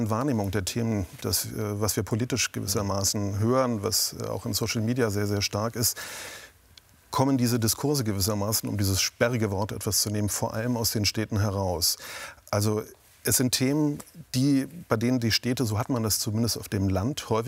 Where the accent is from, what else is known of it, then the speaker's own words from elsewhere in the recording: Mecklenburg-Vorpommern, Germany; Ich komme ja selber aus Mecklenburg